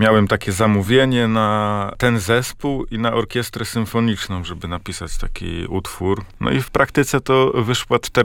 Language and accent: Polish; Sztum, Pomeranian Voivodeship, Poland; Ja jestem ze Sztumu i tak się składa, że starosta i jego żona są zakochani